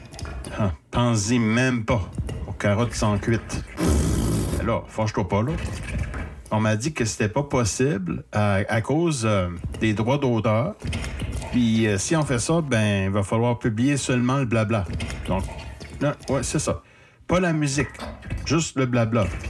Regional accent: Shippagan, New Brunswick, Canada; Oui, Chipagan, c'est ma ville natale. La péninsule acadienne, elle est située dans le nord-est du Nouveau-Brunswick.

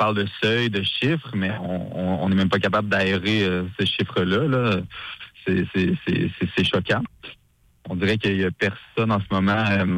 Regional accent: Quebec, Canada; moi je viens de l'Abitibi

